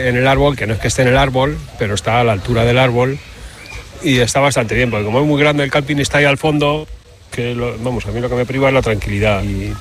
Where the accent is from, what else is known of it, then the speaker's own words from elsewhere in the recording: Manzanares el Real, Community of Madrid, Spain; Yo soy de Manzanares el Real y desde Manzanares el Real ya por la noche se ve la contaminación lumínica de Madrid capital y se ven bastante menos.